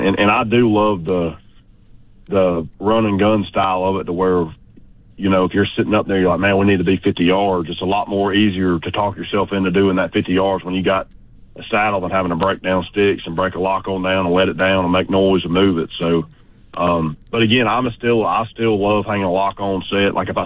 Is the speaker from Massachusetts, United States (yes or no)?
no; Georgia, United States; born or raised there